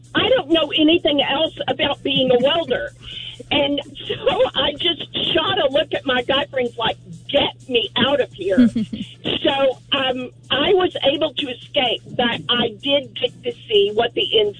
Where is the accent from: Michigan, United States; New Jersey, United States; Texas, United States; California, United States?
Texas, United States; Dallas; Well, years and years ago, I was born and raised in Dallas